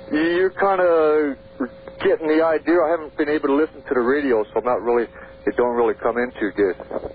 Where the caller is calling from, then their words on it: California, United States; I'm calling from Northern California Art.